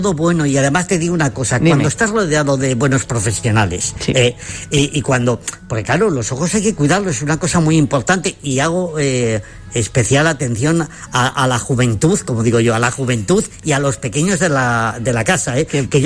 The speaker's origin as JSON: {"language": "Spanish", "town": "Zamora", "region": "Castile and León", "country": "Spain", "said": "como soy como soy de Zamora y soy muy chulo"}